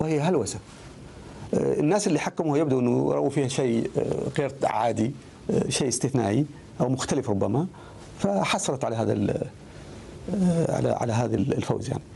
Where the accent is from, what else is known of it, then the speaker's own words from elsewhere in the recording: Ash Sharqiyah South, Oman; born there; also born or lived in Sur, Oman / United States; أنا ولدت في منطقة في منطقة الشرقية في قرية صغيرة تسمى وادي المر. هناك بدأت تعلم أو دراسة القرآن الكريم في الهواء الطلق تحت ظل شجرة، وبقيت في هذه وبقيت الأسرة في هذه القرية إلى أن حوالي بلغت من عمر 10 سنوات. بعد ذلك انتقلنا إلى صور